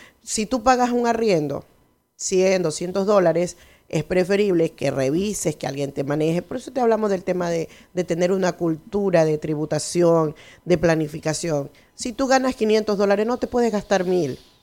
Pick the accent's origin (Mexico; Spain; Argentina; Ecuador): Ecuador; nosotros debemos, como ecuatorianos